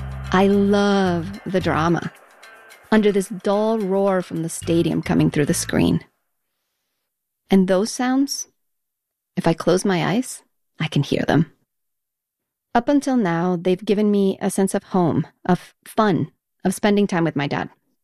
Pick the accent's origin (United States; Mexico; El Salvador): Mexico; If I go back to the foggy burst of memories of my very early years growing up in Mexico